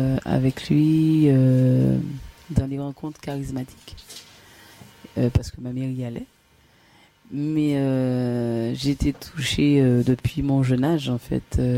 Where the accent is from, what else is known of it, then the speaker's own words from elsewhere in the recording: Sainte-Marie, Martinique; also born or lived in La Trinité, Martinique; plus d'une quarantaine d'années hein, que je vis sur cette île. Mm-hmm. Et je suis originaire de la commune de Sainte-Marie, plus précisément. Ouais. Et ensuite, j'ai migré sur Trinité. Et ensuite, il y a eu plein de déménagements, il y a eu plein de parcours sur la Martinique.